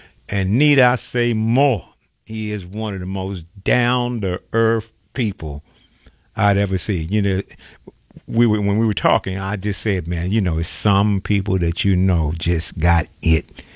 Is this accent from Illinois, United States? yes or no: yes; Chicago, Illinois, United States; in 45 years of being in Chicago. Love it. Wouldn't be any other place except for my hometown.